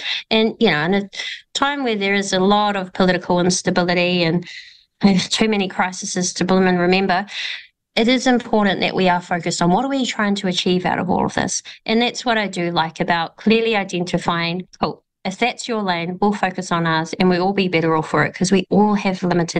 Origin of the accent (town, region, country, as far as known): New Zealand